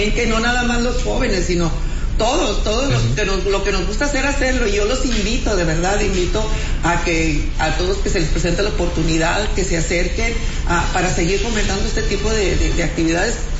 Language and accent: Spanish; Mexico; Siempre he dicho que no somos mexicanos nada más en septiembre, somos mexicanos todo el año, ¿verdad?